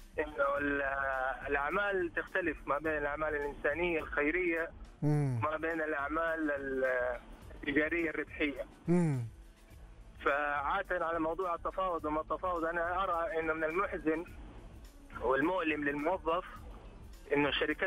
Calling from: Jeddah, Makkah Province, Saudi Arabia; أكلمك من جدة والله.

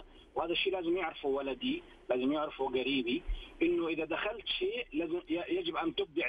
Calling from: Jeddah, Makkah Province, Saudi Arabia

